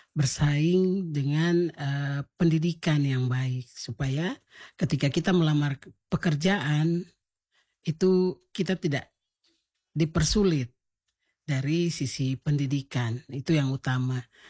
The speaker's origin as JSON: {"language": "Indonesian", "region": "Papua", "country": "Indonesia", "said": "kita orang Papua juga bisa"}